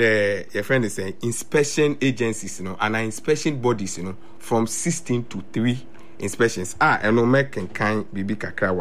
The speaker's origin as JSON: {"language": "English", "country": "Ghana", "said": "Extremely worried as a Ghanaian."}